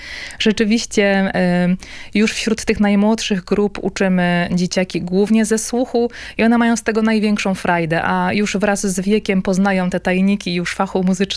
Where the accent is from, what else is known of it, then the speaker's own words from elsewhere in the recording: Silesian Voivodeship, Poland; a teraz ta funkcja delikatnie u nas na Górnym Śląsku zanika